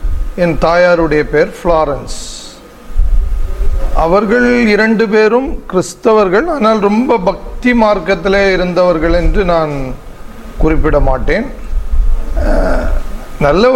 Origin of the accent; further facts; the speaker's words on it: Mangarai, Tamil Nadu, India; கன்னியாகுமரி மாவட்டம் மாங்கரை கருங்கல் பகுதியில், கருங்கல்லேருந்து ஒரு 4 கிலோமீட்டரில் இருக்கிற மாங்கரை என்பது என்னுடைய சொந்த ஊர், என் அப்பாவுடைய ஊர்.